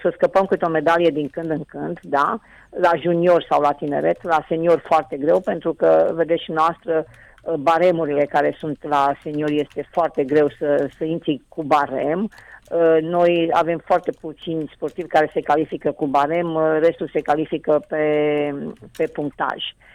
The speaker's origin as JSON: {"language": "Romanian", "country": "Romania", "said": "Noi ne împotrivim ca și români"}